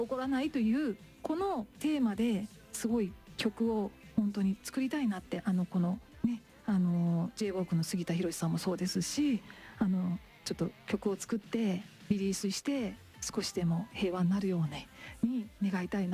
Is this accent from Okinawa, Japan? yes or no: no; Kagawa, Japan; moved away as an adult; now in Tokyo, Japan; 私地元の香川県にいた頃は